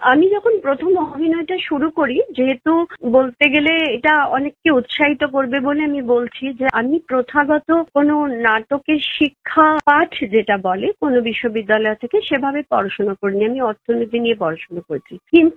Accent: Durgapur, West Bengal, India; আমি মফস্বল শহরে দুর্গাপুরে বড় হয়েছি

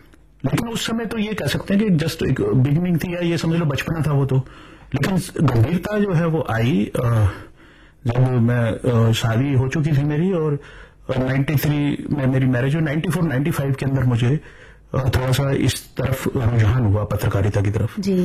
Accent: Delhi, India; also born or lived in Himachal Pradesh / Rohtak; मेरा जन्म तो दिल्ली में आनंद पर्वत जगह है, वहां पर हुआ और मैं लेकिन मूल रूप से हिमाचल से बिलोंग करता हूँ और पढ़ाई भी जो है वो दिल्ली में ही

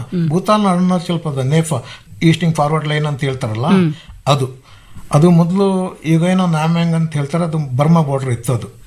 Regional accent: Karnataka, India; born or raised there

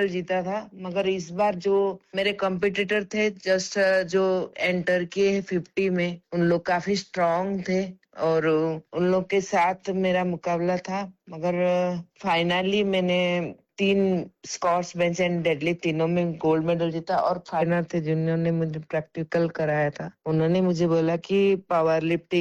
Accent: Berhampur, Odisha, India; मैं ओडिशा से एक स्मॉल टाउन बरमपुर वहां से बिलोंग करती हूँ

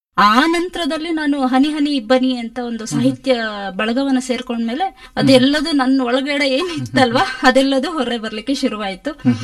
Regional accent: Ripponpet, Karnataka, India; ಅಂದ್ರೆ ನಾನು ಹುಟ್ಟಿದ್ದೆಲ್ಲ ರಿಪ್ಪನ್ಪೇಟೆ, ಬೆಳೆದಿದ್ದು ಕೂಡ ರಿಪ್ಪನ್ಪೇಟೆ, ಅಂದ್ರೆ ಎಜುಕೇಶನ್ ಎಲ್ಲದೂ ಕೂಡ ಮಲೆನಾಡಲ್ಲೇನೆ.

